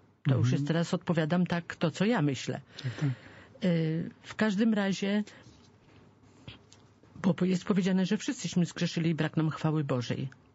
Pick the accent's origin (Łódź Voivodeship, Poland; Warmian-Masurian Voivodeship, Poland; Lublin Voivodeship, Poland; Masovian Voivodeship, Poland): Masovian Voivodeship, Poland; Laski; wychowywałam się w Laskach